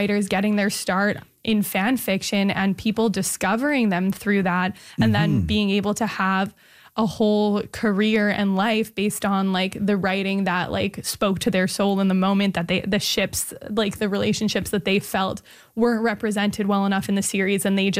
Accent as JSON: {"language": "English", "town": "Montreal", "region": "Quebec", "country": "Canada", "tie": "born or raised there", "said": "to my hometown."}